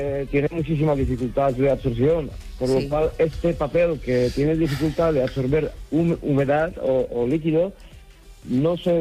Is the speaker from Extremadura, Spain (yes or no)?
no; Buñol, Valencian Community, Spain